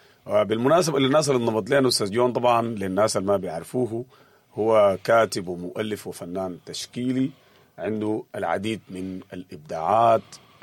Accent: Sudan; معاناتنا كسودانيين. حقيقي تعبنا من دوامة استمرار الحروب في بلدنا السودان

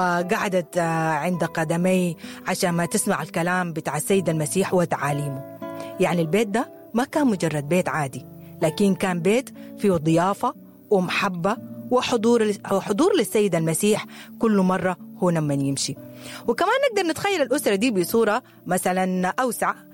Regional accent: Sudan; احنا كسودانيين بنحب اللمة

